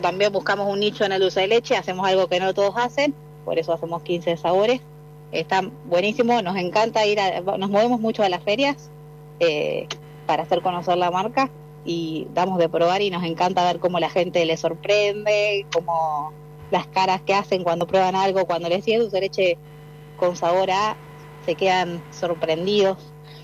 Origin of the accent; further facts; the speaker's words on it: Mercedes, Buenos Aires Province, Argentina; Pero nosotros no somos de Exaltación de la Cruz, somos de Mercedes. Entonces tenemos una horita de viaje a la planta